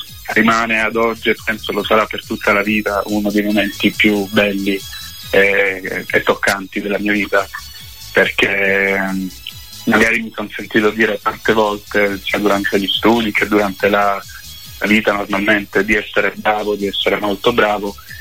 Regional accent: Lecce, Apulia, Italy; born there; moved away as an adult

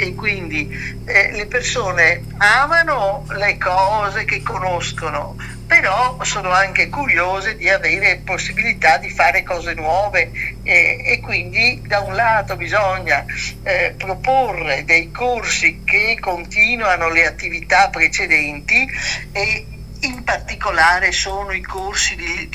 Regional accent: Venice, Veneto, Italy; also born or lived in Mestre; Io sono veneziana dentro

